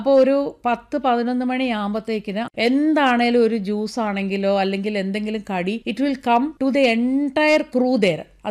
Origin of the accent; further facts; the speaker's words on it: Kerala, India; Actually മധ്യ തിരുവനന്തപുരത്തു നിന്നാണ് ഞാൻ വരുന്നത്. അപ്പൊ കോട്ടയത്തെ ആ ഒരു ഭാഷാ രീതിയാണ് ഞാൻ അഡാപ്റ്റ് ചെയ്തത്.